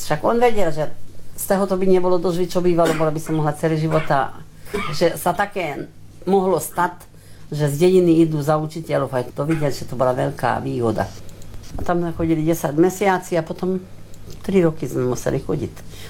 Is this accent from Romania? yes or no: no; Pilisszentkereszt, Pest, Hungary; my sme boli z Mlinkov